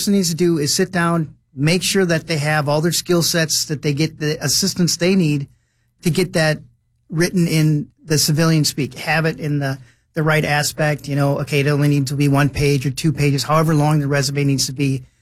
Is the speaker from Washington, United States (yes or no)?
no; Delano, California, United States; I mean, I grew up in Delano. I mean, why is this all brand new again?